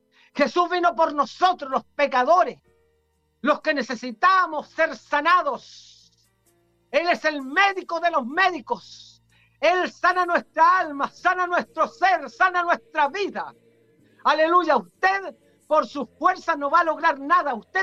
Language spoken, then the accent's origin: Spanish; Chile; como decimos en Chile